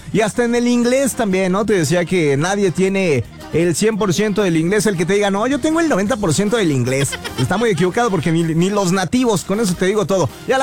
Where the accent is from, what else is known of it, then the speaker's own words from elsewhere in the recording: Mexico; nosotros como mexicanos o cualquier latino no tiene todavía dominado el 100% del idioma